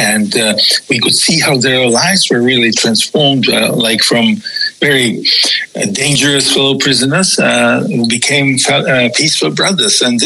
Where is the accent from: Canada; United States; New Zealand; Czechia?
Czechia; first language Czech; English is a second language; My mother language is Czech